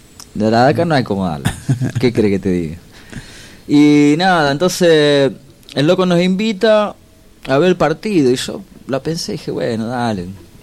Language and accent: Spanish; Argentina; now in Brazil